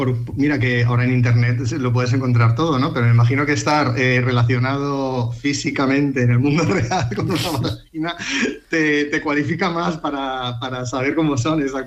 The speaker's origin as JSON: {"language": "Spanish", "region": "Valencian Community", "country": "Spain", "said": "yo, como soy valenciano"}